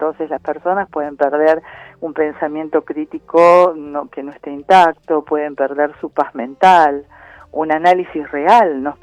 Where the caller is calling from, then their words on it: Buenos Aires, Argentina; de Saavedra.